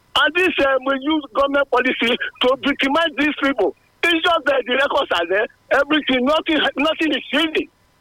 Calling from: Benin City, Edo, Nigeria; I'm calling from Mission Road Market.

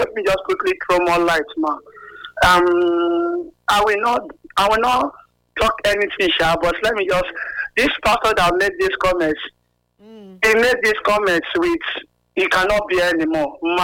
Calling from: Benin City, Edo, Nigeria; I'm calling from Benin City.

